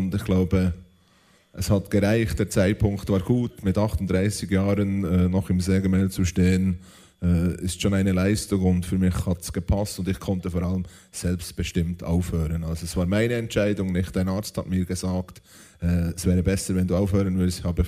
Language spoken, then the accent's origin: German; Bern, Switzerland; Bei uns in der Schweiz, also im Seeland, wo ich herkomme, in keinem Schuhgeschäft Fußballschuhe in Größe 49.